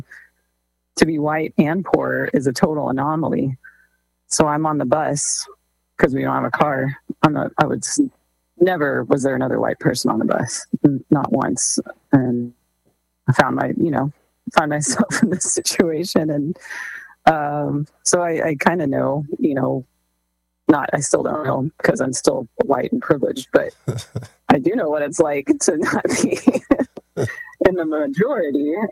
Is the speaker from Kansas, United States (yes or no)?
no; Texas, United States; also born or lived in Philadelphia; I'm from Texas, and there's not a lot of black people where I live and where I have lived in Texas before.